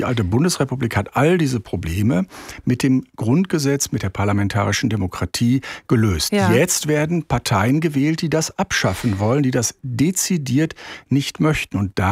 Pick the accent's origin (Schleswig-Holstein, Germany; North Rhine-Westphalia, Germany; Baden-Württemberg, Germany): North Rhine-Westphalia, Germany; Ich komme, haben Sie erwähnt, aus Nordrhein-Westfalen